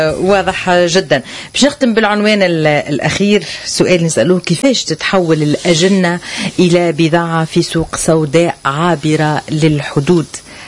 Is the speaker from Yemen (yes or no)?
no; Tunisia; خيرة ما عندنا في تونس